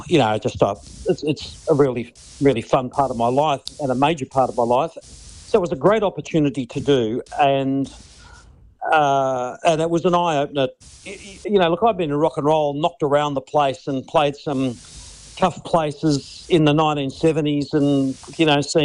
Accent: Perth, Western Australia, Australia; they'll likely come from my home state, Perth

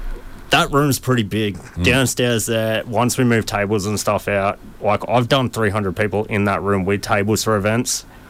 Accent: Newcastle, New South Wales, Australia; I grew up in Newcastle

